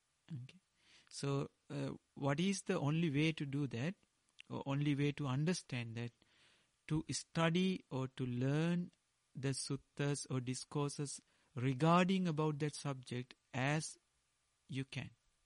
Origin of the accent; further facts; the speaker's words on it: Sri Lanka; first language Sinhala; English is a second language; I learned this in Dhamma, in Pali, directly in Pali, or in my mother language, in Sinhala.